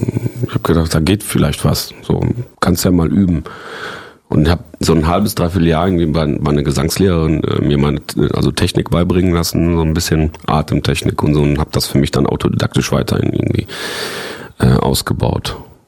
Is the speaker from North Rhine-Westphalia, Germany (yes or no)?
yes; Recklinghausen, North Rhine-Westphalia, Germany; Damit haben wir uns dann beworben beim Kinderjugendparlament in Recklinghausen, also in meiner Heimatstadt, wo ich jetzt zu der Zeit wo ich halt immer noch lebe